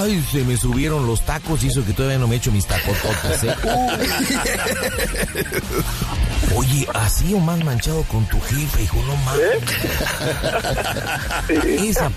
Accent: Mexico; De verdad hay que analizar por qué a nosotros como mexicanos, cuando alguien nos dice muerta de hambre, ¿por qué nos enchila?

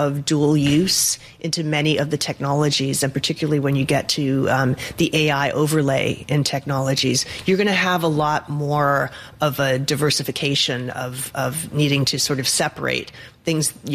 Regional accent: New England, United States; I mean, I come from New England.

